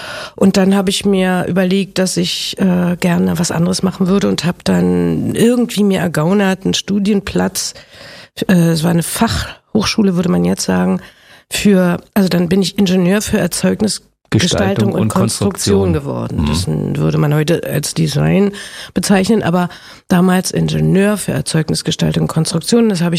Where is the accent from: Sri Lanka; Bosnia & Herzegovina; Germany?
Germany; Berlin; aber auf jeden Fall sind wir sehr nah voneinander und auch vom Stadion in der Alten Försterei aufgewachsen.